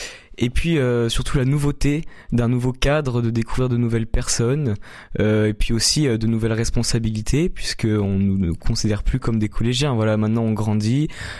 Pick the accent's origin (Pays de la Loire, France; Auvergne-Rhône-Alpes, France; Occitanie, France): Occitanie, France; Montpellier; je suis originaire de Montpellier. Je suis toujours resté à Montpellier.